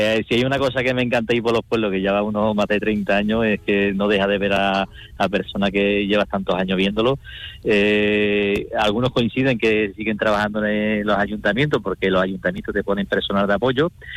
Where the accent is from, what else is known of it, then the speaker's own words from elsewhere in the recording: Spain; en mi pueblo, que yo soy de Alorno